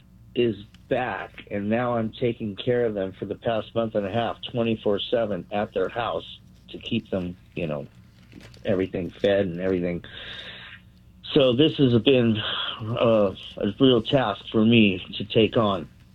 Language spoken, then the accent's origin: English; Burbank, California, United States; born there; he's in St. Joseph, where I was born in Burbank.